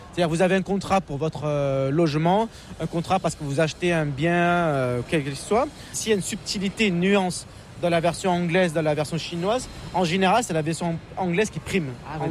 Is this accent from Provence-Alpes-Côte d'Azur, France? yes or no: yes; Marseille, Provence-Alpes-Côte d'Azur, France; Ça fait partie de mon identité. D'autant plus qu'on ne devine pas en me voyant que je suis marseillais.